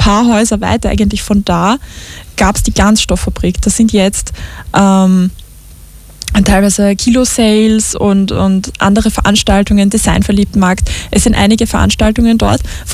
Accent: St. Pölten, Lower Austria, Austria; born or raised there

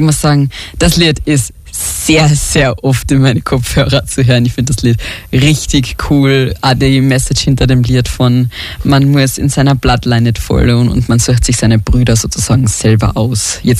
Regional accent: Carinthia, Austria; now in St. Pölten, Austria; Ich bin ursprünglich aus Kärnten. Ich bin ein Fake St. Pöltener

